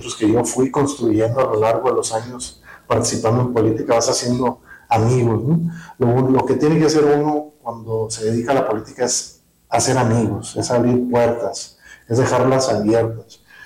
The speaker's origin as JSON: {"language": "Spanish", "town": "Cananea", "region": "Sonora", "country": "Mexico", "tie": "born or raised there", "said": "estoy muy contento de estar aquí en mi pueblo."}